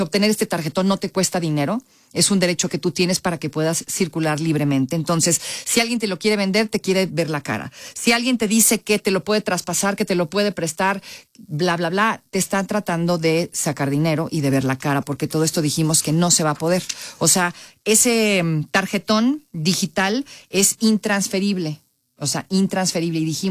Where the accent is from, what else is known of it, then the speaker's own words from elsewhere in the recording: Mexico; así somos luego los mexicanos, ¿a poco no?